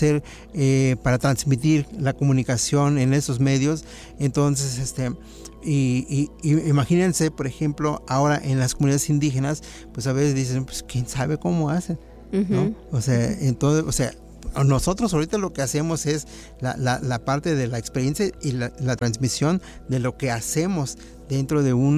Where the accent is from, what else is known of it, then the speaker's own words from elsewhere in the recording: Mexico; first language Nahuatl; Spanish is a second language; a veces hablan más español que náhuatl. Precisamente dijimos, no, vamos a conversar un poco más en nuestra lengua materna.